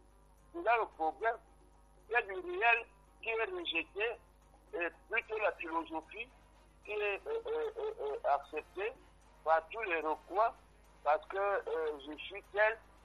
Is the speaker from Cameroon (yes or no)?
yes; Cameroon; chez nous au Cameroun